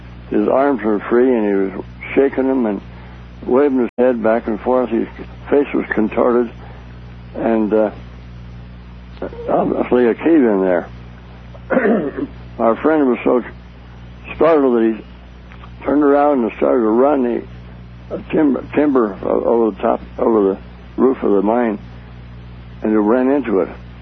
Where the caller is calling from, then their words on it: Reno, Nevada, United States; I'm calling from Reno.